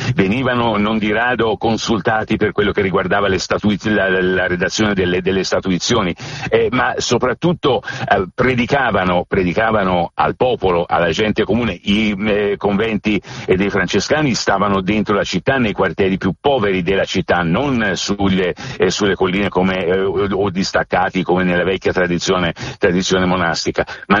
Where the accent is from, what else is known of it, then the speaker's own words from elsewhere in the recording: Siena, Tuscany, Italy; da senese lo pretendo